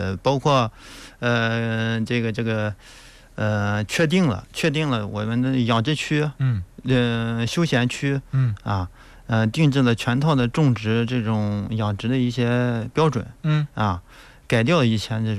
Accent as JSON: {"language": "Chinese", "town": "Ju County", "region": "Shandong", "country": "China", "tie": "born or raised there", "lives_now": "Feicheng, China", "said": "我是老家是日照人，"}